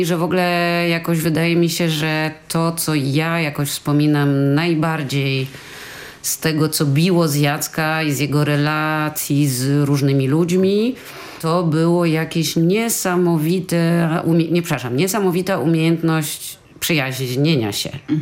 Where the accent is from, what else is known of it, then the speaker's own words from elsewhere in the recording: France; now in Poland; w wyniku zawirowań polskiej współczesnej historii dorastałam we Francji, gdzie się znalazłam z rodzicami po stanie wojennym, a w zasadzie wcześniej nie mogłam wrócić. I dopiero odkryłam Polskę w latach 90. wczesnych